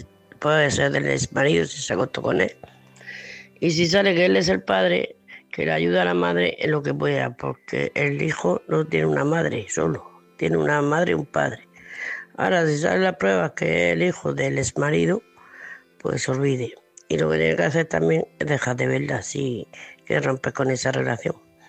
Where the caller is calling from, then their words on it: Murcia, Region of Murcia, Spain; de Murcia.